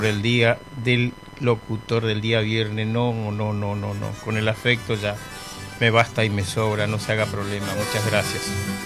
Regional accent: Presidencia de la Plaza, Chaco, Argentina; moved away; Saludamos a mi gente de Presidencia de la Plaza. No, que me voy a olvidar. No me voy a olvidar nunca. Porque de ahí salí, así que tengo que acordarme como siempre. De mi pago, de mi pueblo, de mi Chaco.

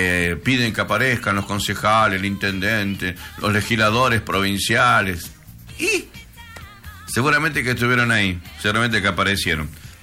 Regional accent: Campo Santo, Salta, Argentina; De mi querido pueblo Camposanto, donde nací, me crié

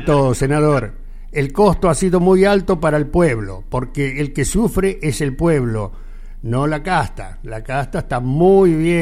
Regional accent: Argentina; seguiremos poniendo el hombro al país como argentino

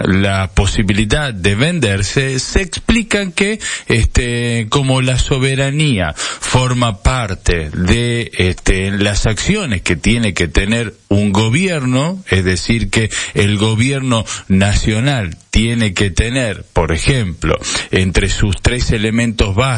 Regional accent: Argentina; como persona que vive como argentino

